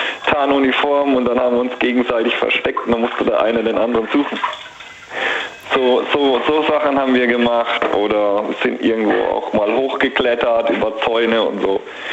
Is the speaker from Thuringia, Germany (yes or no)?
no; Baden-Württemberg, Germany; Ich komme aus dem Heidelberger Raum.